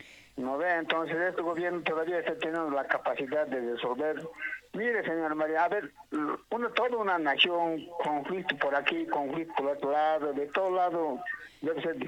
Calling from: Bolivia; de la urbanización Cancañiri 2.

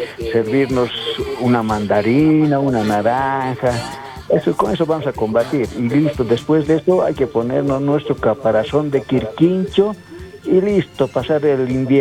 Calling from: Oruro, Bolivia; mamás de Oruro, de mi pueblo Alto Saucarí, de toda Bolivia en general

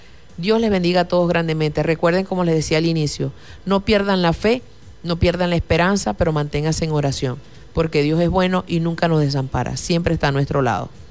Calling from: Venezuela; nosotros como venezolanos podemos darnos una mejor calidad de vida.

